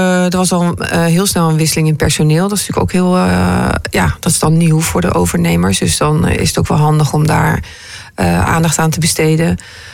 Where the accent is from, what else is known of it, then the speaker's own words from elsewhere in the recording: Arnhem, Gelderland, Netherlands; born there; Maar ik ben in Arnhem geboren